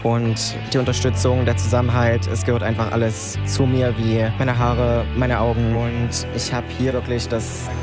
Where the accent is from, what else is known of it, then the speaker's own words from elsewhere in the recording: Magdeburg, Saxony-Anhalt, Germany; ich bin 24, komme aus Magdeburg